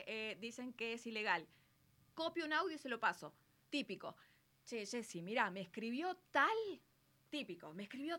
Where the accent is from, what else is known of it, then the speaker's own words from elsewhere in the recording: Argentina; como los argentinos decimos